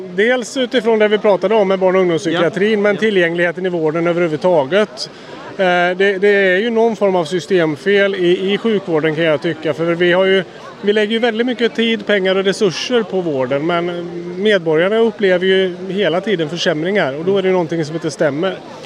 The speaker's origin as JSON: {"language": "Swedish", "town": "Mariestad", "region": "Västra Götaland County", "country": "Sweden", "said": "Jag är från Mariestad."}